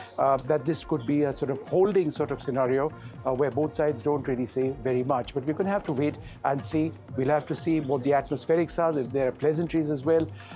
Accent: Kolkata, West Bengal, India; Kolkata, my hometown.

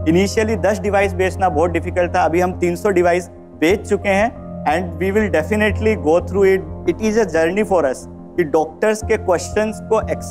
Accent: Jhunjhunu, Rajasthan, India; so sir मैं भी झुंझुनू राजस्थान से हूँ आप भी सर झुंझुनू से हैं

